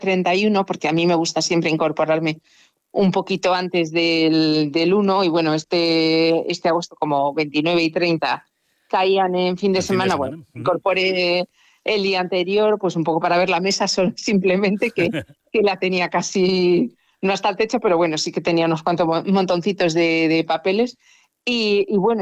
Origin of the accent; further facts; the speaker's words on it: Garrucha, Andalusia, Spain; moved away; estar en mi pueblo, que como sabéis es Garrucha, sí, en Almería.